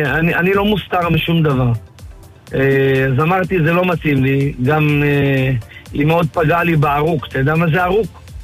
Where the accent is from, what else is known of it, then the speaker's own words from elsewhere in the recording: Haifa District, Israel; אמנם אני באתי מהכרמל, באתי משפחה מאוד עשירה, אבל כסף לא סינבר אותי.